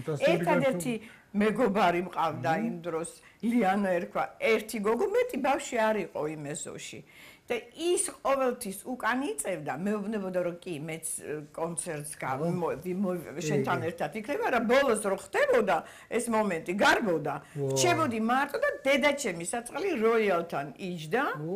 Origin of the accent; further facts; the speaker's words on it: Tbilisi, Georgia; მე დავიბადე ადრე იყო ეს იგი საბჭოს ქუჩა, ეხლა არის ჩიტაიას ქუჩა 73 ნომერში. იქ ცხოვრობდა ჩემი ბებია, დედის დედა.